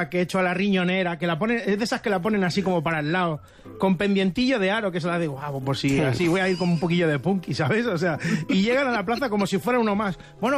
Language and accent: Spanish; Rubí, Catalonia, Spain; Que claro, nosotros somos de Rubí.